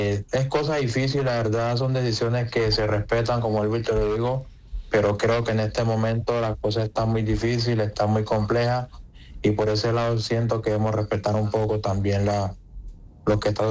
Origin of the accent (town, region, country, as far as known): Chocó, Colombia; now in Argentina